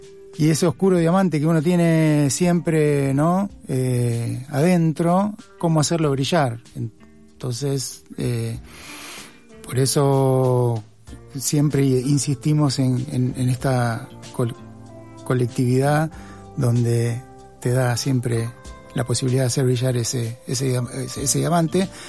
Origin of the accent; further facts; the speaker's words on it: Buenos Aires, Argentina; yo me crié en Piedrabuena, en un barrio donde éramos el colectivo